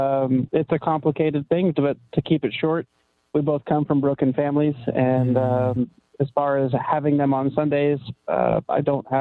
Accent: Maine, United States; No, I don't have any family on the West Coast. I'm from New England, Maine specifically.

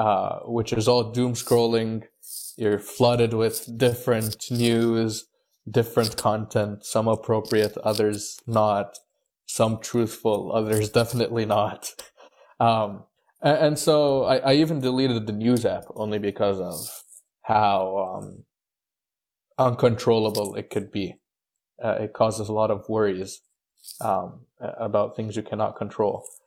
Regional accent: Houston, Texas, United States; moved away as an adult; also born or lived in Egypt; now in Boston, United States; I was born in Egypt in 2004, came to the U.S. in 2005, and I was raised in Houston, Texas. So my whole life I've grown up in Houston. And then I moved up to Boston in January of 2024 for my studies.

